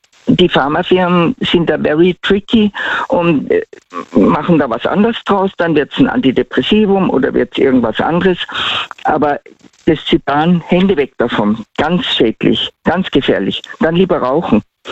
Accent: Tyrol, Austria; accent: Tyrolean; Also, ich muss meinen Tiroler Akzent drosseln, sonst verstehen wir uns falsch.

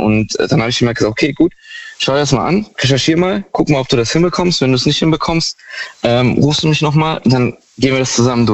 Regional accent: Heidelberg, Baden-Württemberg, Germany; Ich komme aus der Ecke Heidelberg.

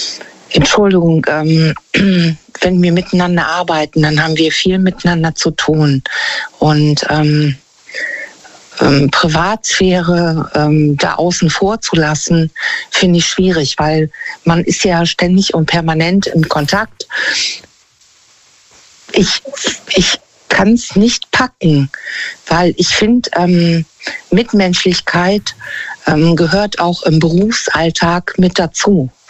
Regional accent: Bonn, North Rhine-Westphalia, Germany; Aus der Nähe von Bonn.

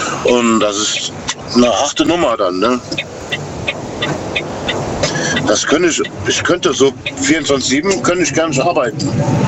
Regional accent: Rhineland, Germany; Also ich bin eigentlich... Ich bin Rheinländer.

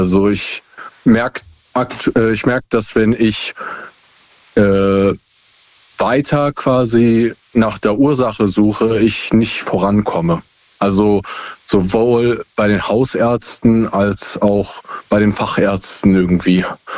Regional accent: Essen, North Rhine-Westphalia, Germany; Aus Essen.

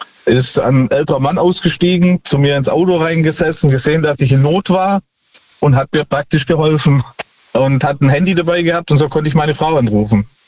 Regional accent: Baden-Württemberg, Germany; Ja, ich komme aus Nähren bei Tübingen.

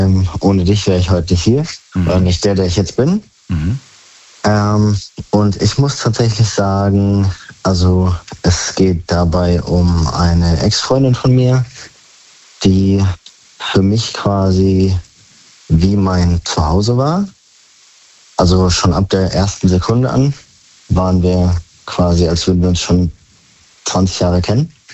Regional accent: Freiburg, Baden-Württemberg, Germany; Ich komme aus Freiburg.

